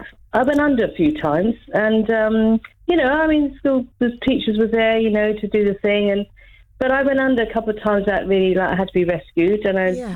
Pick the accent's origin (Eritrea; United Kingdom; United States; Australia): United Kingdom; Basingstoke, South East England; born there; now in Twickenham, United Kingdom; when I lived in Basingstoke during the 70s